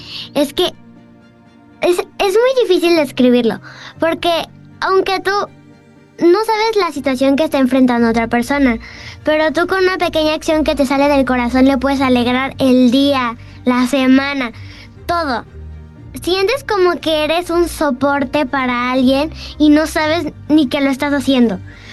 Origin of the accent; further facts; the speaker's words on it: Veracruz, Mexico; Yo soy veracruzana